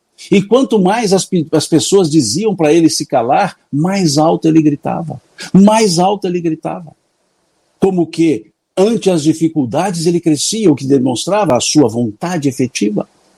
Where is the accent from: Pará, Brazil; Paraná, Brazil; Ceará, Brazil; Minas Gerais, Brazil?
Minas Gerais, Brazil; como bom mineiro, Deus lhes pague.